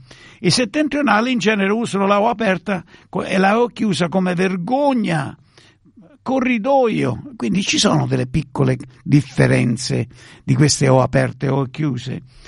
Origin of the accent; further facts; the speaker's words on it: Rome, Lazio, Italy; Poi a Roma non ne parliamo perché la Z la mettiamo dappertutto, anche con la S, la borsa, con la Z.